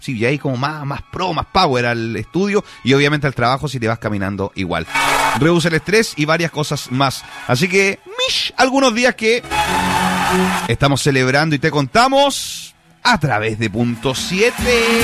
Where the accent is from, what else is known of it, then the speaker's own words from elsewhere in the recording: Mexico; En el coche, ah, me salió como claro, estadounidense. Como mexicano. Voy al coche.